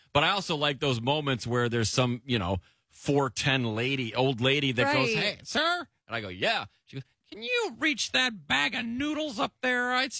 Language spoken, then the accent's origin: English; Lake Orion, Michigan, United States; Like, I grew up in the Detroit area.